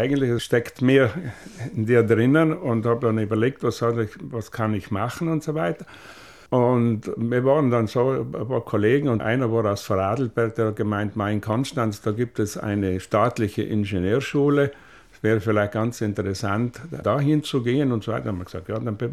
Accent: Trentino-Alto Adige, Italy; Ich war halt damals noch der schüchterne Bub vom Land und muss immer wieder dazu sagen, mit dem Reden sind wir Südtiroler oft ein bisschen faul

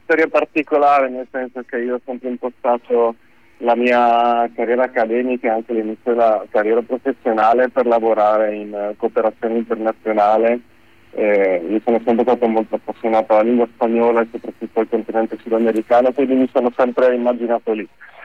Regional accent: Friuli-Venezia Giulia, Italy; moved away as an adult; E siccome anche sono sempre stato fuori regione, sono friulano. E dopo la fine delle superiori sono stato parecchio in giro, e questa è stata un po' l'occasione per questi spericolati per me per ritornare sia in regione

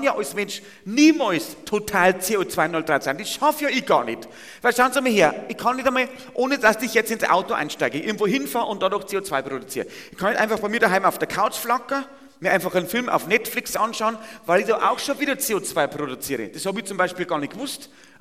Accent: Bavaria, Germany; aber da wo ich herkomme, im Bayerischen Wald, wir haben de facto keinen ÖPNV.

